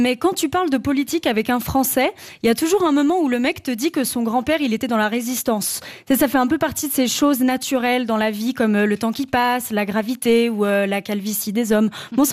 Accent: Geneva, Switzerland; Je viens de Genève. J'espère que ça va. Vous détestez pas trop les Genevois?

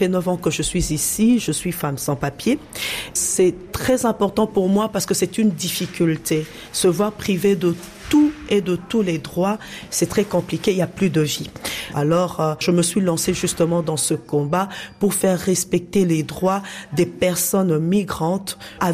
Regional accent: Kinshasa, DR Congo; moved away as an adult; now in Belgium; Je suis de la République démocratique du Congo, donc je viens de Kinshasa

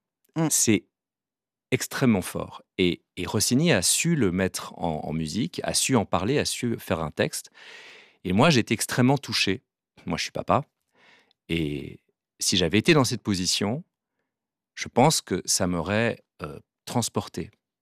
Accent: Switzerland; Si on parle qu'on est suisse quand on va à l'étranger, souvent, Guillaume Tell, c'est un des personnages de légende qu'on connaît.

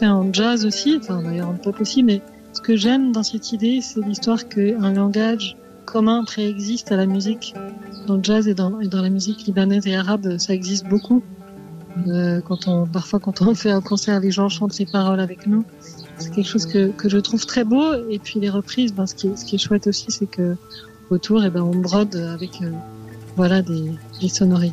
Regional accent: Switzerland; born there; also born or lived in Beirut, Lebanon; Je suis née en 84 à Beyrouth et puis j'ai été adoptée très vite, donc la même année en Suisse, par un couple franco-suisse.

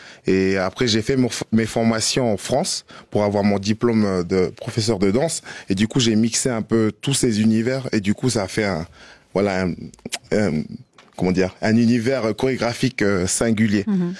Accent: New Caledonia; Alors moi, je viens de la Nouvelle-Calédonie, c'est dans le Pacifique, c'est à côté de l'Australie, et je fais partie du peuple mélanésien.

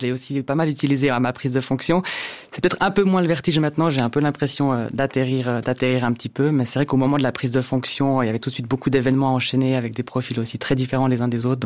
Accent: Mettembert, Jura, Switzerland; moved away as an adult; J'ai grandi dans le Jura, dans un petit village qui s'appelle Mettembert. Et puis ensuite, je suis allé habiter à Neuchâtel pour mes études à l'université.

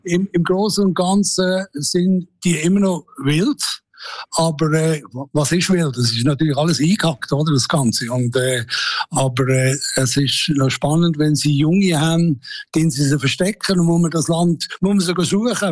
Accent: Switzerland; now in South Africa; ich als Schweizer muss ein bisschen Hügel haben

